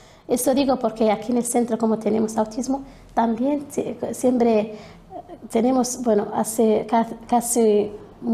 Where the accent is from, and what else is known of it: Western Sahara